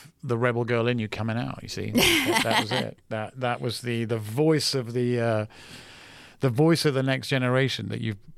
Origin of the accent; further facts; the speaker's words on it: London, United Kingdom; moved away; in England, where I grew up in London